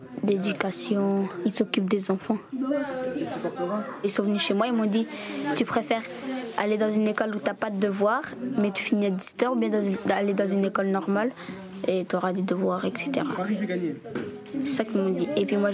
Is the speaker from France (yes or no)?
no; Etterbeek, Brussels, Belgium; born there; j'ai 13 ans, je suis née le 4 juillet 2004 et j'habite à Berkem. Et je suis née à Etterbeek.